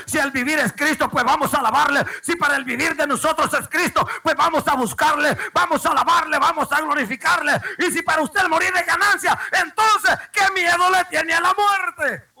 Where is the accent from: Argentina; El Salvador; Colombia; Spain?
El Salvador; En el tiempo de la guerra, en mi país, El Salvador